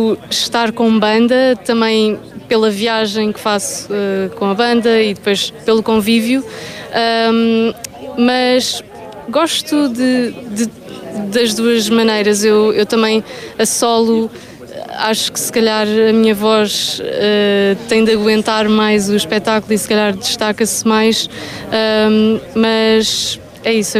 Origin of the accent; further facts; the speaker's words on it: Leiria, Centro, Portugal; eu sou daqui da região, sou de Leiria